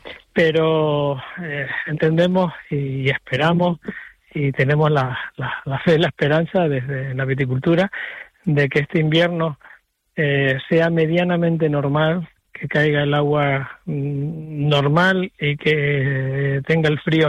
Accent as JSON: {"language": "Spanish", "region": "Canary Islands", "country": "Spain"}